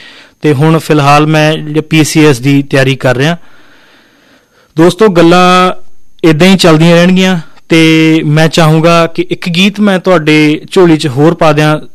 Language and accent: Punjabi; Rama Mandi, Punjab, India; ਆਪਣੀ ਜ਼ਿੰਦਗੀ ਦੇ 20 ਸਾਲ ਜਿਹੜੇ ਹੈ ਉਹ ਮੈਂ ਪਿੰਡ ਵਿੱਚ ਰਿਹਾ। ਰਾਮਾ ਮੰਡੀ ਕੋਲ ਮੇਰਾ ਪਿੰਡ ਹੈ ਅਤੇ ਉੱਥੇ ਹੀ ਮੈਂ ਰਾਮਾ ਮੰਡੀ ਦੇ ਵਿੱਚ ਆਪਣੀ ਜਿਹੜੀ ਮੈਟ੍ਰਿਕ ਹੈ 10ਵੀਂ ਮੈਂ ਉੱਥੇ ਪਾਸ ਕੀਤੀ ਹੈ।